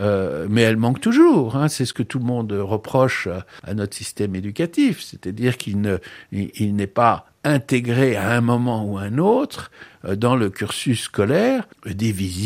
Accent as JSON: {"language": "French", "region": "Corsica", "country": "France", "moved": "yes", "said": "Et si j'ai quitté la Corse, c'est quand même pour cette raison."}